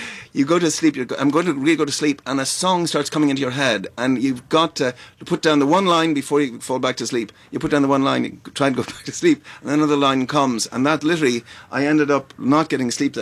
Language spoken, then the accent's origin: English; County Cavan, Ireland; the house that I grew up in County Cavan